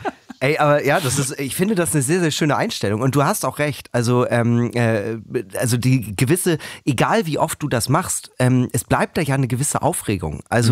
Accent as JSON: {"language": "German", "region": "Northern Germany", "country": "Germany"}